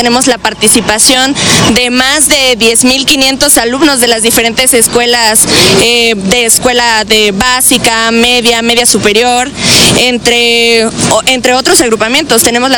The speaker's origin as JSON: {"language": "Spanish", "country": "Mexico"}